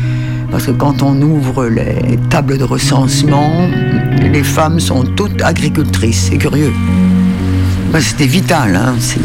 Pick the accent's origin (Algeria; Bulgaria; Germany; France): France; Île-de-Sein, Brittany; je suis originaire de l'île de Sein. Alors l'île de Sein est tout au bout là-bas, à l'ouest. C'est une toute petite île extrêmement plate.